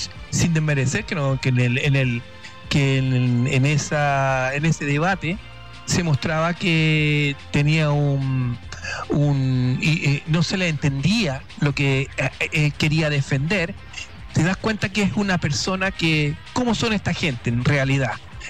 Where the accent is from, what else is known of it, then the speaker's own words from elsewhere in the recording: Chile; Nosotros como chilenos tenemos segundas generaciones de chilenos que viven acá